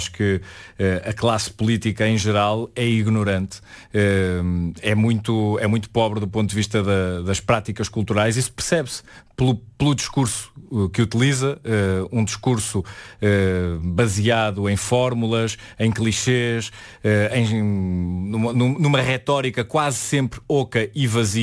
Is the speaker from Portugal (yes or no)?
yes; Espinho, Norte, Portugal; also born or lived in Porto; eu nasci no Porto, mas os meus pais eram professores e estavam colocados em Espinho. E eu vivia ao lado da Biblioteca Municipal de Espinho. Tive a sorte de ser um miúdo que cresceu na rua